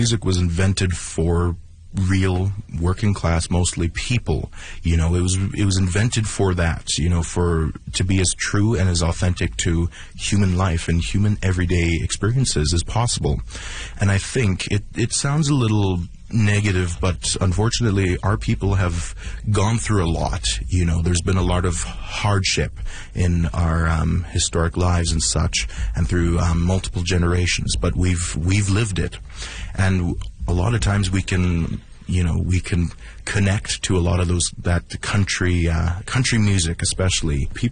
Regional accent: Sucker Creek, Alberta, Canada; I know I've gone several years to Big Stone Cree Nation. That's, you know, I'm from Sucker Creek, but Big Stone is, I have lots of family from there.

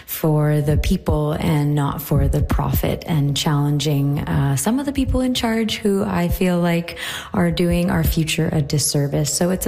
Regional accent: British Columbia, Canada; I am a musician from Vancouver Island, and my song … has been getting some awesome airtime on CBC

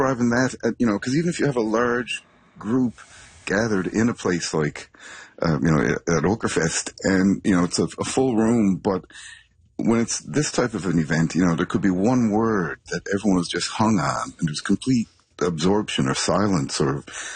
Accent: Carbonear, Newfoundland and Labrador, Canada; growing up in Carbonear

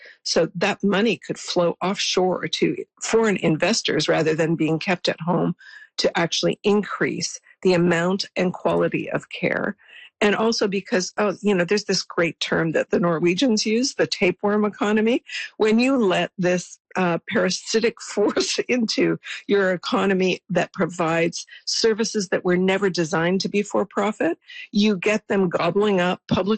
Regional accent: Canada; we as Canadian taxpayers

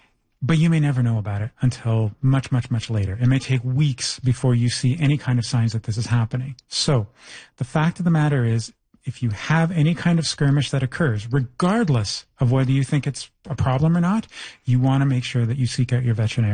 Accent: Toronto, Ontario, Canada; I come from Toronto where the raccoons come out and sunbathe right on your lawn.

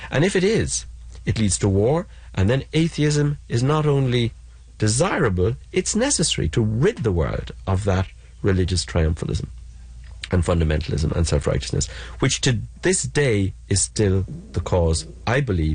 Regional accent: Ireland; I grew up in Ireland where there are many sacred places, this is important.

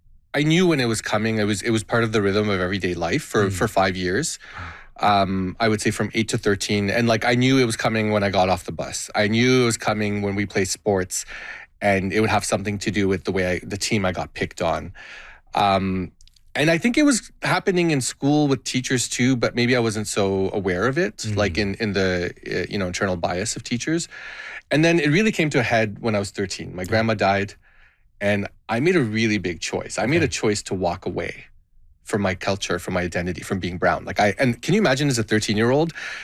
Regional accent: Scarborough, Ontario, Canada; when I was growing up in Scarborough, everyone looked like me. Everyone was just everyone. And then moving to Richmond Hill

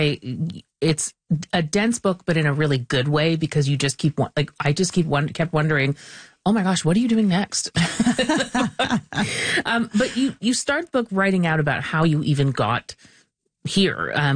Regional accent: Quebec, Canada; I keep saying the title of the book in anglicized way, but then because I'm from Quebec, I'm like, is it humanitarian?

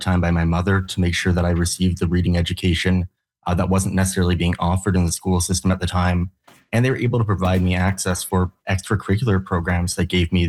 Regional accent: Canada; as a Canadian, I have a right to education.

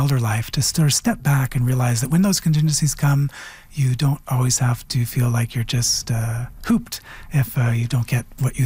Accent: Canada; You know, I'm wholly Canadian. I'm not some portion Canadian. I'm wholly Anishinaabe, not some portion Anishinaabe.

